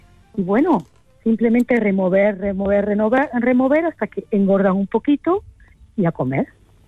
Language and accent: Spanish; Granada, Andalusia, Spain; Bueno, yo soy de Granada.